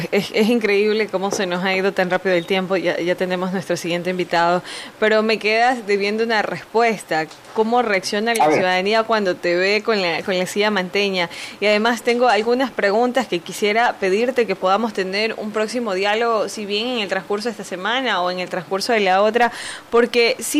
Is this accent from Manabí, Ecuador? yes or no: yes; Manabí, Ecuador; no soy nativa de Manta, pero sí soy muy manabita.